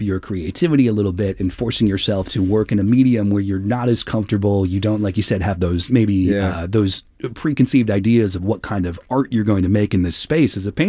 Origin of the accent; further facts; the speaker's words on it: Minneapolis, Minnesota, United States; I'm from Minneapolis, so you're all right in this studio